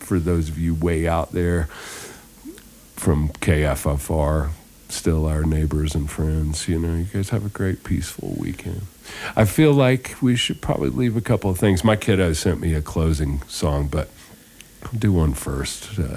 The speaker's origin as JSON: {"language": "English", "region": "the South", "country": "United States", "tie": "born or raised there", "moved": "yes", "said": "I grew up in the South, so I love some great gospel."}